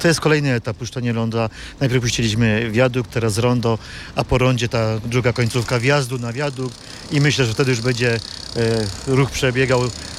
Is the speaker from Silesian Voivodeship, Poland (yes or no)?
yes; Chybie, Silesian Voivodeship, Poland; u nas w Chybiu